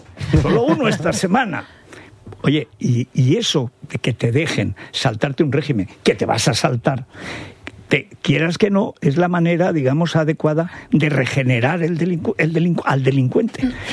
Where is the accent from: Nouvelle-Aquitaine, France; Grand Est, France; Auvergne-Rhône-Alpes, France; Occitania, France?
Grand Est, France; Yo vengo de Alsacia, la mía se llama Lorena.